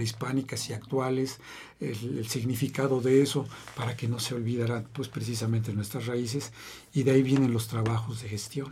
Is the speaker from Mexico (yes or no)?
yes; Mexico; born there; en mi pueblo, yo recuerdo desde la niñez